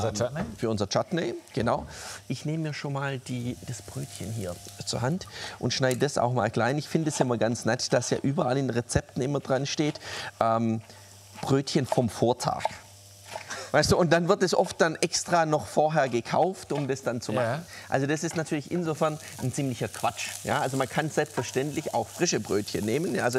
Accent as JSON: {"language": "German", "region": "Swabia", "country": "Germany", "also_born_or_lived": "Bavaria", "said": "wir sagen im Schwabenland Fleischküchle."}